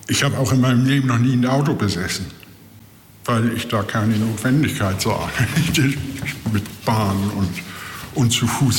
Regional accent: Hamburg, Germany; ich bin in der Ölgasallee aufgewachsen. Und da wohne ich jetzt wieder.

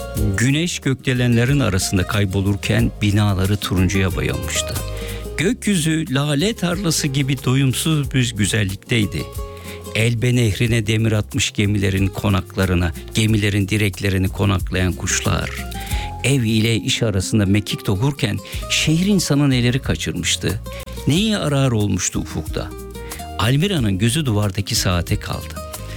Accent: Aegean Region, Turkey; İşte Ege'ye götürdüm çünkü ben de Ege'liyim.

